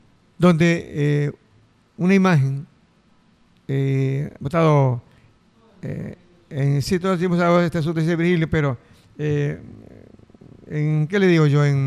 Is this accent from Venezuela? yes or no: no; Ecuador